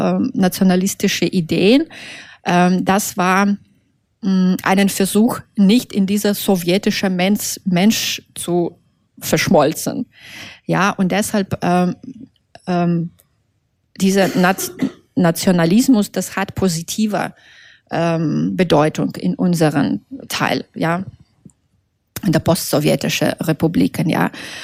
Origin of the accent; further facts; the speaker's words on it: Belarus; first language Russian; German is a second language; meine erste Sprache war russische Sprache, ja, obwohl wir sind alle bilingue in Belarus, aber ich würde nie sagen, dass meine Muttersprache ist Russisch.